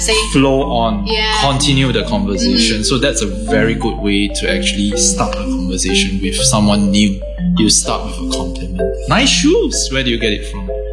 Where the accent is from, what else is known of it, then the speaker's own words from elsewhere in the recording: Singapore; So, I'm from Singapore, and it's a pleasure to be here to actually speak to you